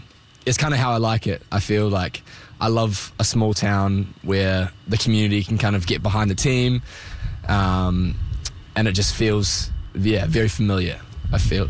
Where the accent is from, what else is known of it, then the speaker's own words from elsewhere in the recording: Wellington, New Zealand; moved away as an adult; now in Sydney, Canada; I'm from Wellington, which is the capital city of New Zealand. So it's kind of 300,000 people.